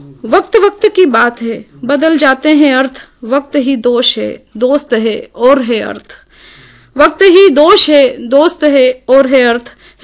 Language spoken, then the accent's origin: Hindi; Jhabua district, Madhya Pradesh, India; चूंकि मैं झाबुआ जिले से हूँ